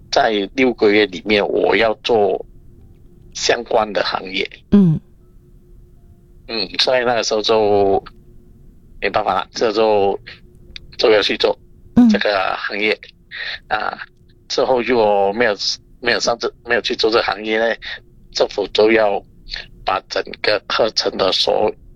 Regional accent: Singapore; 我们新加坡人

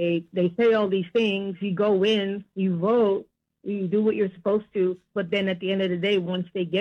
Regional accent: Jamaica; born there; moved away; I grew up in partly in Jamaica. And, in Jamaica, they're very corrupt. And, my parents took me away from in the 80s.

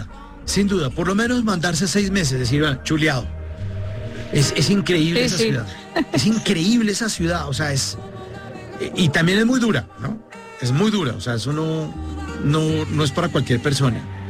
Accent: Bogotá, Bogotá D.C., Colombia; Yo porque soy bogotano y a mí me gusta también el caos y la vaina y trancón y la gente y grita

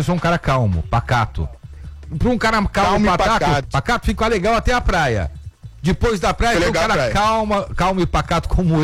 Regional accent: Santos, São Paulo, Brazil; now in São Paulo, Brazil; porque assim, eu sou de Santos, né? Santos é muito parecido com o Rio.

